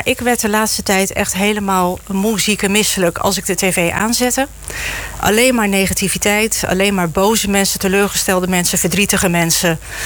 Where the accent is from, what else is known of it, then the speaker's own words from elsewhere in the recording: Papendrecht, South Holland, Netherlands; geboren en getogen in Papendrecht.